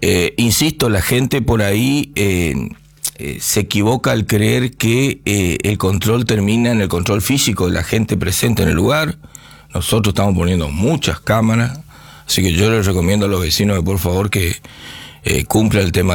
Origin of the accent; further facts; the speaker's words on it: Argentina; Y yo me incluyo, sí, somos bromados los argentinos como ciudadanos, yo me incluyo.